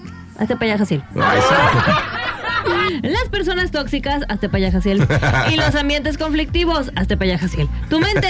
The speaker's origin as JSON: {"language": "Spanish", "country": "Mexico", "said": "Yo soy de Puerto Alegre. Discúlpame que en la colonia de las dos mentiras, porque no es ni puerto ni es alegre."}